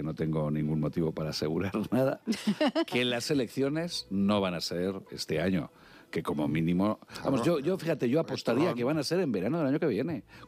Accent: Aragon, Spain; un incendio tremendo en mi tierra, en la zona de Riglo, San Juan de la Peña, etcétera.

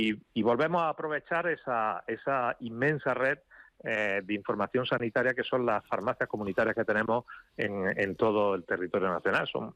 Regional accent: Jaén, Andalusia, Spain; en mi provincia personal, que yo soy de Jaén

